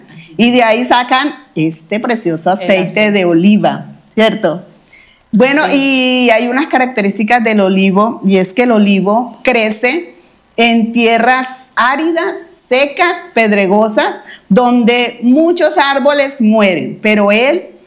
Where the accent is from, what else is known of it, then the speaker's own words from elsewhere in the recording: Managua, Nicaragua; moved away; Bueno, yo soy de allá, de Managua